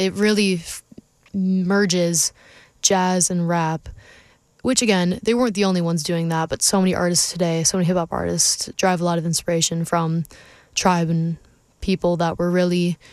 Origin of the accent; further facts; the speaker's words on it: Madison, Wisconsin, United States; So we're going to start off with this band from my hometown, Madison, Wisconsin, called